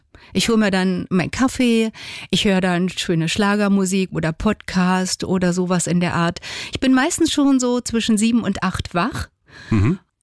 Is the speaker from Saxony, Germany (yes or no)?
yes; Saxony, Germany; Und ich grüße ganz herzlich meine alte Heimat in Sachsen